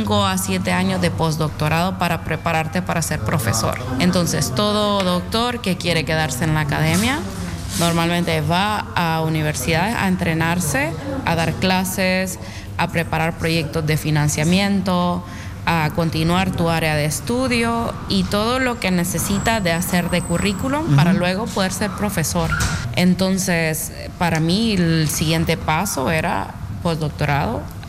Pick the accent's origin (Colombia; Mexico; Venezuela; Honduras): Honduras; moved away as an adult; also born or lived in Brazil / Spain; now in Ostrava, Czechia; soy hondureña, pero soy científica de corazón, y a mí la razón que me tiene atrapada en Ostrava